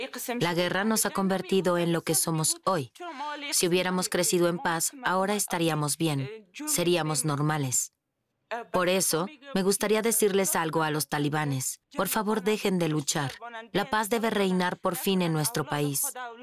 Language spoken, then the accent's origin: Spanish; Ghazni, Afghanistan; Tenía 6 meses cuando mi provincia natal, Ghazni, fue atacada desde el aire.